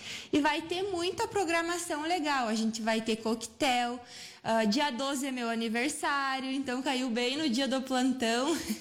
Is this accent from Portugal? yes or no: no; Soledade, Brazil; Então, eu sou aqui de Soledade, né? Para quem não me conhece, sou do interior, eu sou da comunidade do Pinhal. Moro aqui na cidade agora